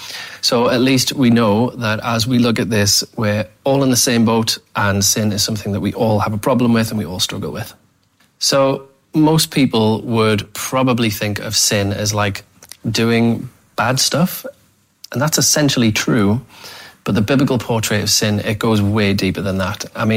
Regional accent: North East England, United Kingdom; Born and bred in the Northeast

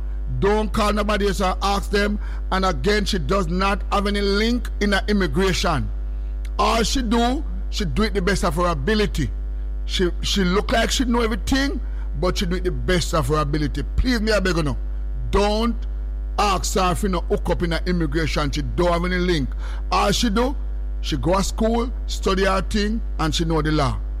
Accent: St. Kitts & Nevis; now in United States; If I am a green card holder and I get pregnant in the U.S., should I stay here to have my baby? I am from St. Kitts.

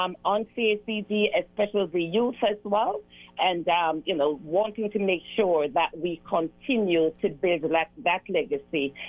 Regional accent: Jamaica; But for me, I grew up in Jamaica, seeing people around serving others.

